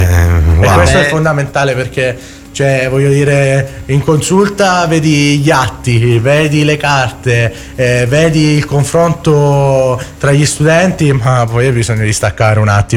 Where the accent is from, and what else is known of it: Reggio Calabria, Calabria, Italy